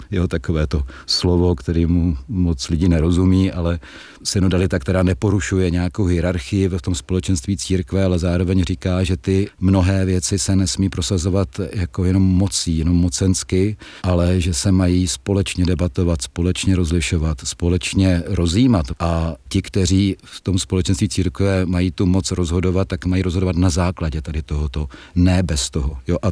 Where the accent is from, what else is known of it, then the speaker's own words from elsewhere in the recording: Brno, South Moravian Region, Czechia; já jsem rodilý Brňák